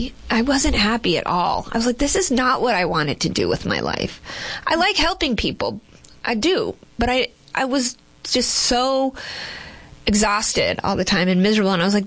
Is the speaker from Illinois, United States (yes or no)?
no; Boston, Massachusetts, United States; born there; accent: Boston; I was born in Boston, Massachusetts.